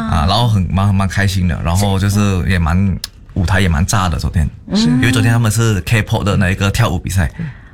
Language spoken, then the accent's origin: Chinese; Kuching, Sarawak, Malaysia; 我来自萨拉越古晋。